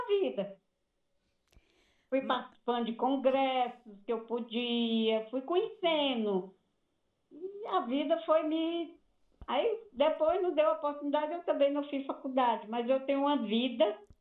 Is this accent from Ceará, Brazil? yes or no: yes; Massapê, Ceará, Brazil; moved away as an adult; also born or lived in Sobral; now in Fortaleza, Brazil; lá no interior, a primeira vez que eu me senti até honrada, fui convidada por um prefeito de lá da minha cidade, Massapê